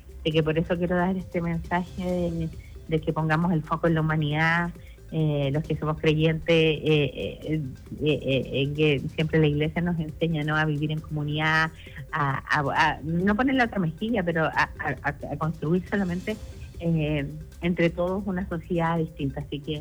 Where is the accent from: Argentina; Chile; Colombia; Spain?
Chile; los dos somos chilenos